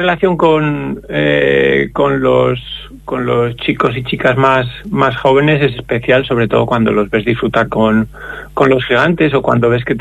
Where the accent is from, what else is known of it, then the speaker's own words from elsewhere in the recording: Tauste, Aragon, Spain; de haberlo escuchado siempre en mi pueblo